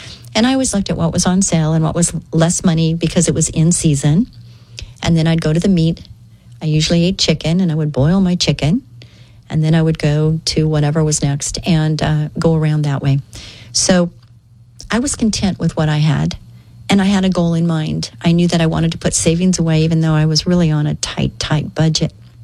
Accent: California, United States; born or raised there

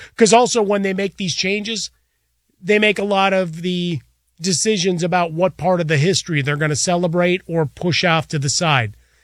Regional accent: Chicago, Illinois, United States; born or raised there

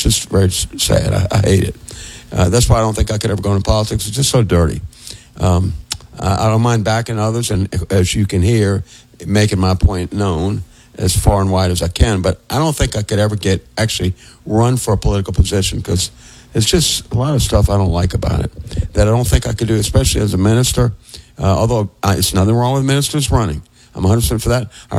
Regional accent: Ireland; You know, I'm Irish. They say the Irish never made a fight, never met a fight they didn't like.

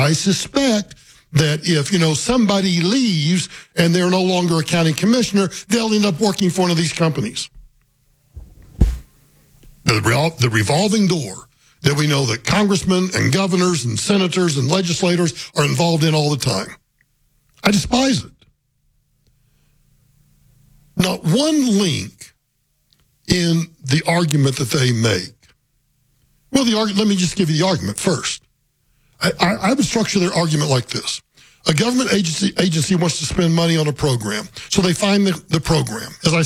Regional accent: Oklahoma, United States; now in Colorado, United States; where I grew up in Oklahoma.

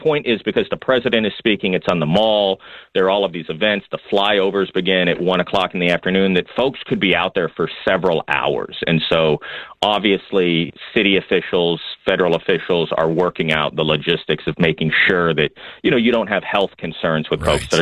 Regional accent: Texas, United States; Listen, I grew up in Texas.

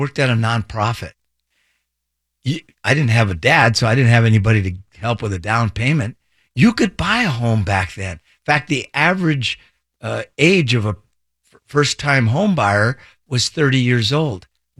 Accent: Los Angeles, California, United States; I grew up in Boyle Heights and City Terrace, so okay. The East Side.

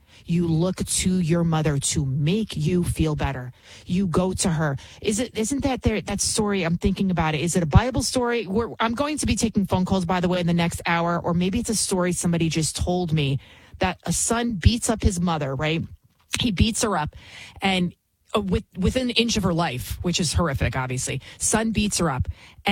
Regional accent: New York City, New York, United States; You can tell I'm from the Bronx, right?

